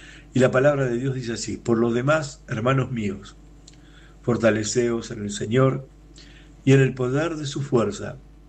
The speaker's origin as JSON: {"language": "Spanish", "country": "Argentina", "said": "soy de Argentina"}